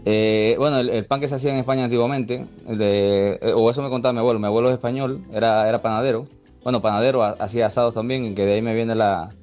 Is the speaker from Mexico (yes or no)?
no; Cuba; Los descendientes de españoles, bueno, que somos los cubanos